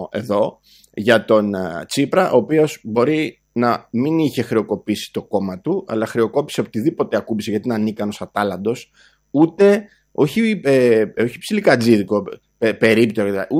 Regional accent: Greece; σαν Έλληνες είμαστε κατά της αποικιοκρατίας

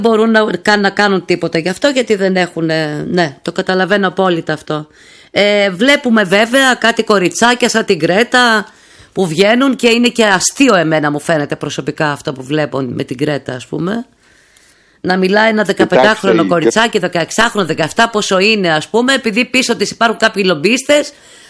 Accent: Greece; Εμείς, σαν Έλληνες πολίτες

